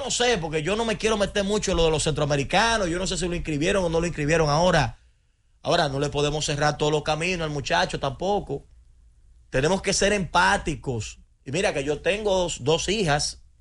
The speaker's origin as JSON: {"language": "Spanish", "country": "Dominican Republic"}